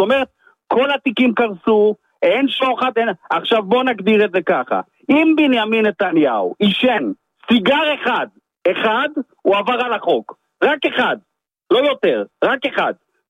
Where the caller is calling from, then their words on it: Rishon LeZion, Central District, Israel; אני מראשון לציון